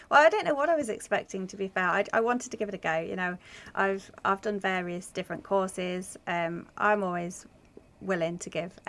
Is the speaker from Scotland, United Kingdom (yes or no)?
no; West Midlands, United Kingdom; moved away; I grew up in Shropshire, so it was very rural